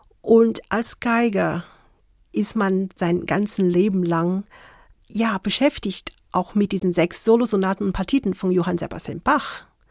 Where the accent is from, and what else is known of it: Beijing, China; born or raised there; German is a second language; moved away as an adult; also born or lived in Kassel / Karlsruhe; now in Munich, Germany